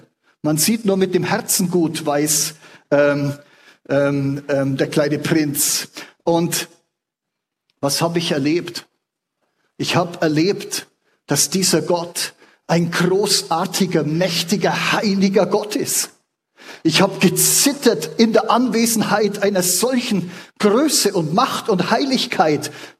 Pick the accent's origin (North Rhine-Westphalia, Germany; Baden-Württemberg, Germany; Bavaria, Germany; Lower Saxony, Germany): Bavaria, Germany; früher bin ich bin gebürtiger Allgäuer, auf dem Land aufgewachsen.